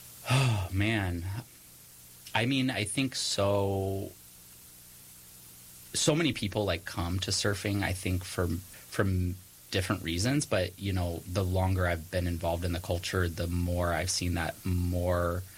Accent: San Diego, California, United States; now in Santa Barbara, United States; because I'm originally from San Diego.

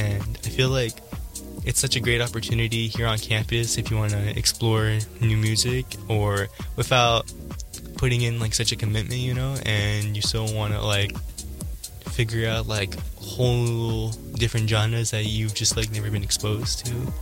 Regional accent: United States; due to me being Mexican American, I grew up to a lot of like I guess like Spanish like rock songs due to my parents, you know.

